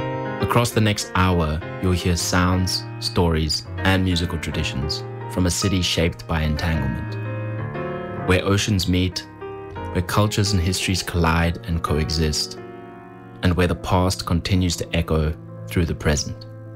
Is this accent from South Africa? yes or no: yes; South Africa; Growing up in Ooitkaayib as a colored South African, I was often told what I was, but never how I came to be.